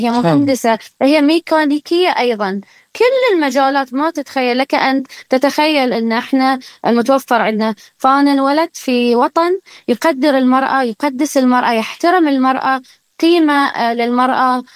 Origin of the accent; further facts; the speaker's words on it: Bahrain; البحرين الوطن الأرض هي اللي تلهمني دائما. حتى المنزل اللي أنا عشت فيه هو منزل جدتي، المكان اللي أنا تربيت فيه